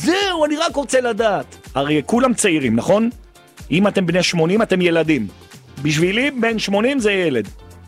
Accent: Jerusalem, Jerusalem District, Israel; כי אני ירושלמי, מותר לי

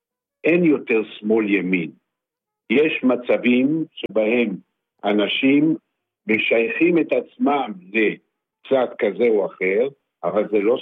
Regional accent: Haifa, Haifa District, Israel

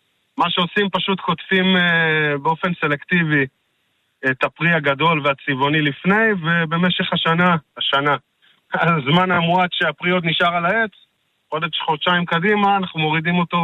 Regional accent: Ma'agan, Northern District, Israel; moved away as an adult; now in Tel Katzir, Israel; אני בן 36, אני מקיבוץ מעגן.

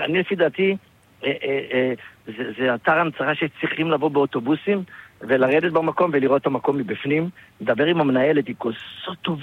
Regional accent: Tel Aviv, Tel Aviv District, Israel; אני עשיתי את זה, אני באתי מתל אביב עד לשם.

